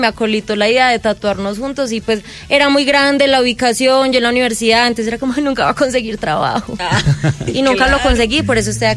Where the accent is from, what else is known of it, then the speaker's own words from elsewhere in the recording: Medellín, Antioquia, Colombia; accent: paisa; moved away as an adult; now in Bogotá, Colombia; yo soy muy paisa, a mí me cuestan mucho los acentos